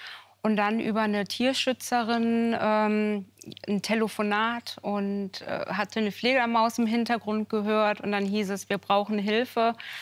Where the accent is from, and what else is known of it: Cologne, North Rhine-Westphalia, Germany; born or raised there